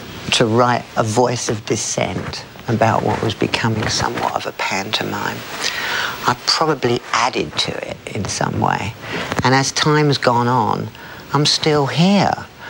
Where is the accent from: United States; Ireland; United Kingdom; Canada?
United Kingdom; London; And it maybe it's because I'm a Londoner